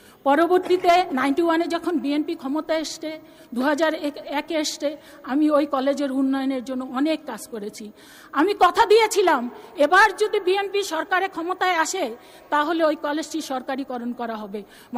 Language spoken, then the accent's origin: Bangla; Madaripur, Dhaka Division, Bangladesh; আমার বাড়ি হচ্ছে মাদারীপুর, এই যে ঢাকার কাছাকাছি, মাত্র 1.5 থেকে 2 ঘন্টা সময় লাগে